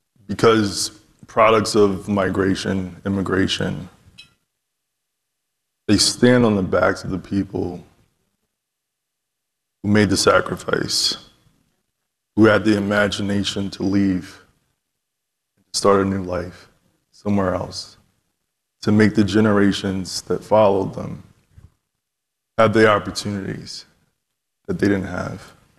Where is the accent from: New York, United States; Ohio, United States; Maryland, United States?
New York, United States; So I'm from New York. I'm from Harlem. I'm a product of the Great Migration.